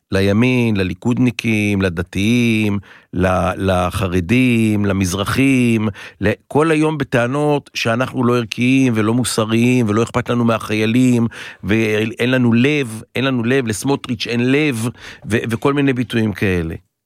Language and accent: Hebrew; Tel Aviv, Tel Aviv District, Israel; אנחנו תל אביבים, מי שישמע, כן?